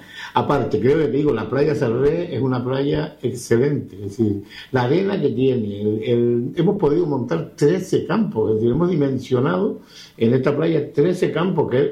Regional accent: Canary Islands, Spain; vengo de un sitio de playa, vengo de Canarias

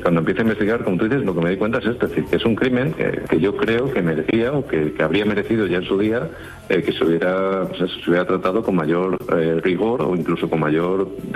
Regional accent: Extremadura, Spain; Soy extremeño, como tía, de la Sierra de Gata

